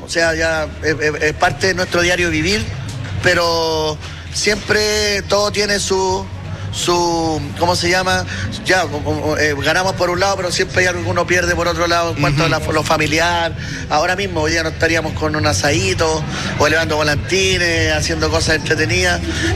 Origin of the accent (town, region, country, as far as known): Chile